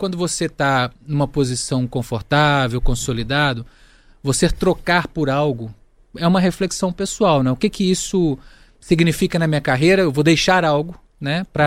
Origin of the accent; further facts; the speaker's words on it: Minas Gerais, Brazil; Uma, porque eu sou de Minas Gerais, sou mineiro, e a Vale, para todo mineiro, ela tem uma relação quase que emotiva ali com a companhia.